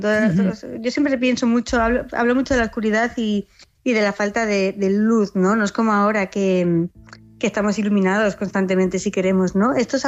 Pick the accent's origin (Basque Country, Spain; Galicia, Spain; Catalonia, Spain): Basque Country, Spain; como yo soy vasca también, ¿no? Y como vasca, pues creciendo en estos bosques y en este mar tan bravo que tenemos